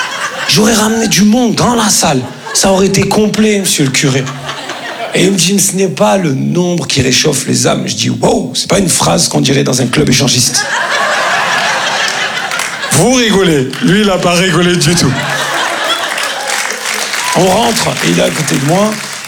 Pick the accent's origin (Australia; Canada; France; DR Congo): France; Grand Est; Comme on dit chez nous, en Lorraine.